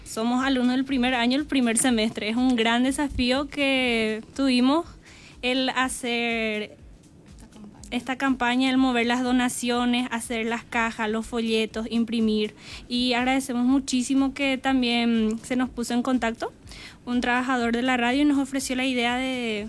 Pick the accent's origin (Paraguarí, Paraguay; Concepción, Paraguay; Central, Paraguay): Concepción, Paraguay; moved away; Yo soy de la ciudad de Uyahu, departamento de Concepción.